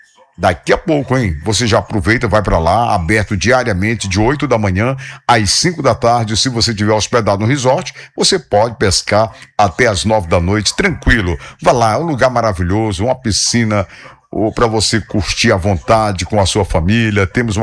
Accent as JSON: {"language": "Portuguese", "region": "Maranhão", "country": "Brazil", "tie": "born or raised there", "moved": "yes", "said": "lá no interior do Maranhão, eu sou maranhense"}